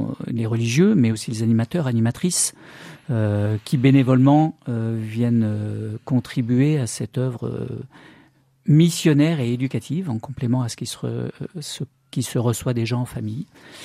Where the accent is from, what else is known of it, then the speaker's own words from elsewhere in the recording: Saint-Étienne, Auvergne-Rhône-Alpes, France; Alors c'est vrai que je suis stéphanois